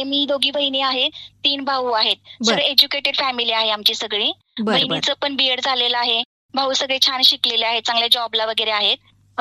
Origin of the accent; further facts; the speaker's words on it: Lonand, Maharashtra, India; moved away as an adult; now in Nira, India; माझं माहेर लोणंद आहे आणि आता मी नीरेमध्ये वास्तव आहे.